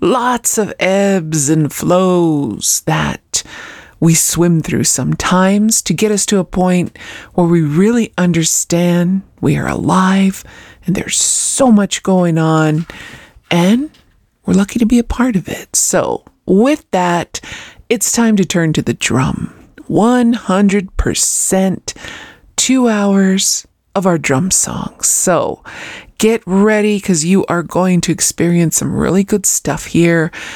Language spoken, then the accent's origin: English; Isleta Pueblo, New Mexico, United States; from Sherwibdoy, aka Isleta Pueblo, one of our most southern pueblos here in central New Mexico.